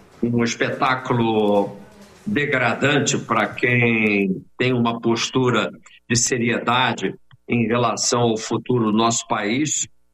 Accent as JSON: {"language": "Portuguese", "country": "Brazil"}